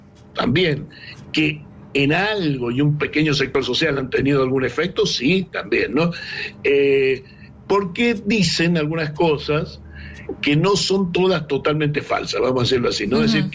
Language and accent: Spanish; Argentina; en mi país, en Argentina